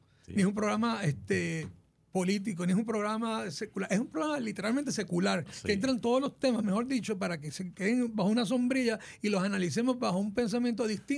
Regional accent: San Juan, Puerto Rico; born there; Y Venus Gardens era clase media en ese entonces, nivel otro más alto

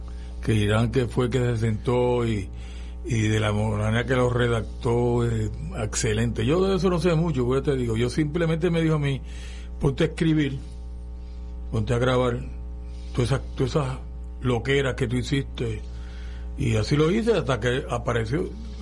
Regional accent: San Juan, Puerto Rico; born there; yo nací en Santurce

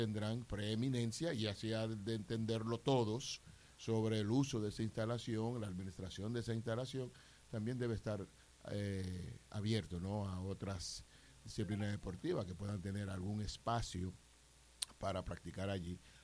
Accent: La Romana, Dominican Republic; soy del Batey Brador.

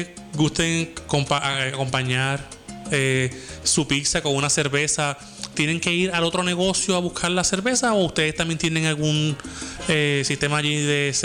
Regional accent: Lajas, Puerto Rico; mi pueblo de Lajas.

